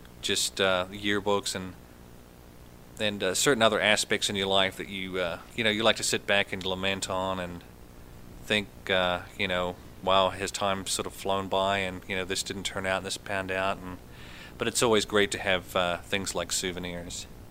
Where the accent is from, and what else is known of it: New Zealand; born or raised there; now in Nashville, United States